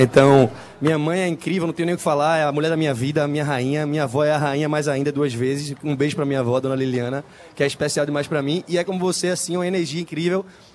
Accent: Recife, Pernambuco, Brazil; Eu sou daqui de Recife.

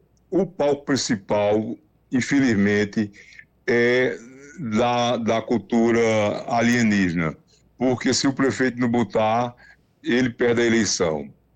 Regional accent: Serra Talhada, Pernambuco, Brazil; born there; Sertanejo está sendo o sertão onde eu nasci, em Serra Talhada, na beira do Itajaú.

